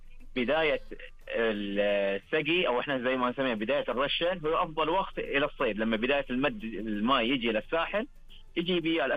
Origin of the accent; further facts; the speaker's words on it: Qatif, Eastern Province, Saudi Arabia; عندنا إحنا في القطيف